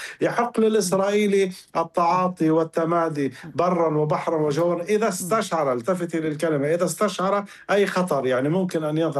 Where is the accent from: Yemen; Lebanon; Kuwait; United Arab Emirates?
Lebanon; كما يقال عندنا في لبنان